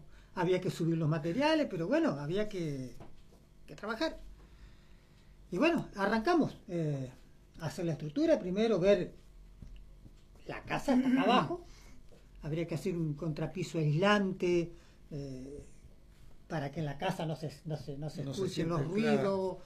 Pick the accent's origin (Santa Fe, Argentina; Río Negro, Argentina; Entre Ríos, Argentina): Entre Ríos, Argentina; Paraná; nacido acá en Paraná.